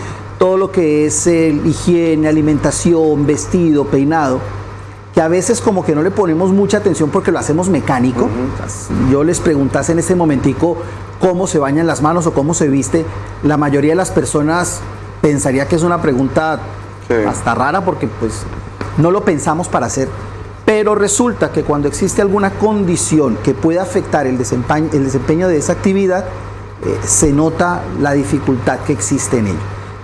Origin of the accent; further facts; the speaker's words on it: Cali, Valle del Cauca, Colombia; moved away as an adult; now in Paraguay; Yo soy colombiano.